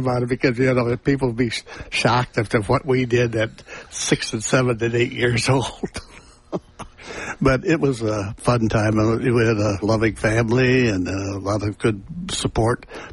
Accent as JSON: {"language": "English", "region": "Wisconsin", "country": "United States", "tie": "born or raised there", "also_born_or_lived": "St. Paul, Minnesota", "said": "my dad moved to Wisconsin for more opportunities for work and stuff. So, and then I grew up normal, went to Catholic school, Holy Assumption, in Wasallis, Wisconsin"}